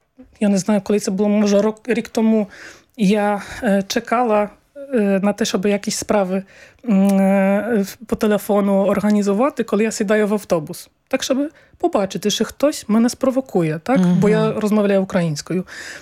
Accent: Poland; ми як поляки, хочемо довести, що ми ті самі люди, які прийняли мільйони українців на початку повномасштабної війни

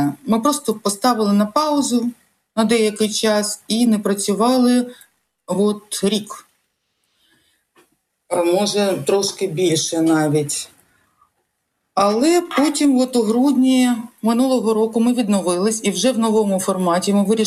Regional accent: Donetsk Oblast, Ukraine; moved away as an adult; also born or lived in Sloviansk; Ми створили його троє переселенців, на той час вже ми з Макіївки і Донецька.

